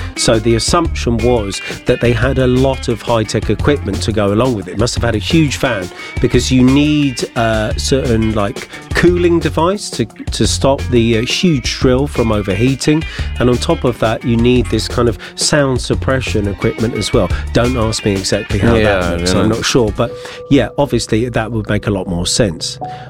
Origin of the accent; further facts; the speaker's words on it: London, United Kingdom; growing up in London